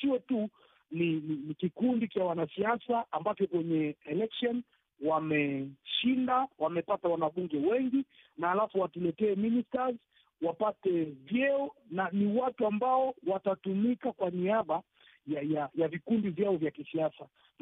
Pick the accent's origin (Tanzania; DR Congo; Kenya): DR Congo; kwangu binafsi kama mkongomani